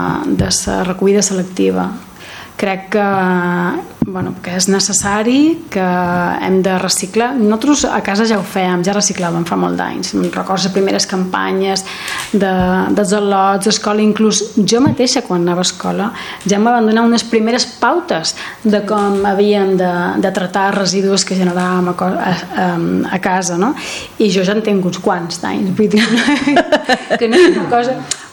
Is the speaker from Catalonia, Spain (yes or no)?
no; Es Castell, Balearic Islands, Spain